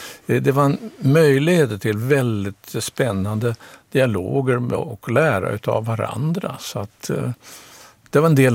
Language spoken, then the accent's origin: Swedish; Stockholm, Stockholm County, Sweden; jag är nämligen uppvuxen på Fredrikshovsgatan, för pappa var präst i Oskarskyrkan 19 år